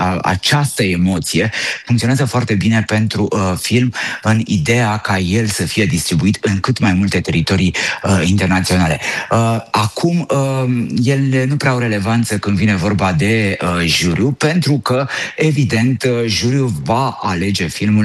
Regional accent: Romania; faptul că suntem români

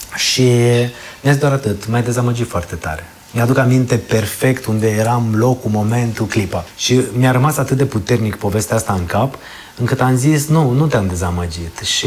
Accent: Oltenia, Romania; Și am zis, normal, suntem olteni, am venit să facem treabă.

